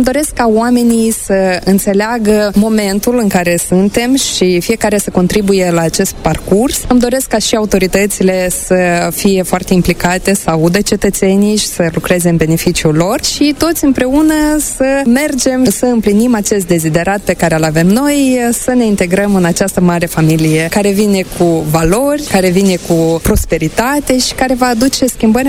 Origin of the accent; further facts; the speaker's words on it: Moldova; moved away as an adult; now in Brussels, Belgium; Și sigur că sunt conectată cu țara mea natală, cu rădăcinile mele.